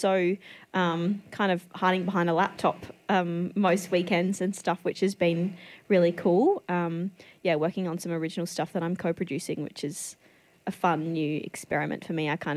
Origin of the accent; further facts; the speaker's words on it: Kadina, South Australia, Australia; I grew up in Kadena on the York Peninsula, and then went to boarding school and then went to uni.